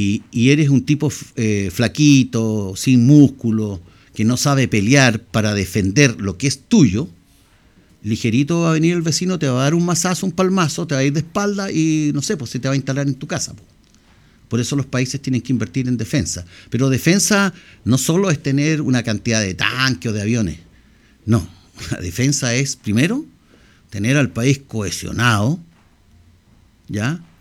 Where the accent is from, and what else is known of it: Chile